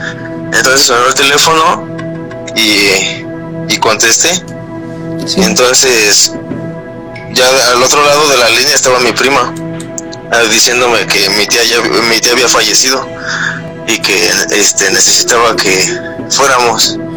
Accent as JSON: {"language": "Spanish", "region": "Mexico City", "country": "Mexico", "said": "Yo soy de la Ciudad de México, Iztapalapa."}